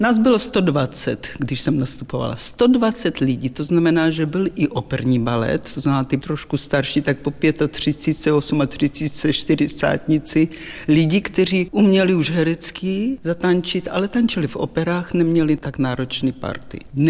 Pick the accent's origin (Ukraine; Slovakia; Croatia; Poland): Ukraine; Uzhhorod, Zakarpattia Oblast; now in Prague, Czechia; Já teda pocházím z Podkarpatské Rusy, žili jsme v Užhorodě, po absolutoriu maminka se provdala za Čecha a my jsme se chystali vyjet do Československa.